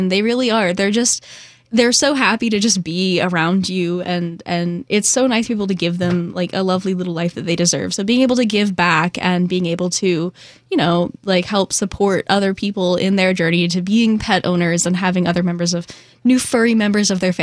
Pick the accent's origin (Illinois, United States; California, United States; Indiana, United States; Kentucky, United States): Indiana, United States; now in Boston, United States; I'm not from Boston, I'm a Hoosier from Indiana originally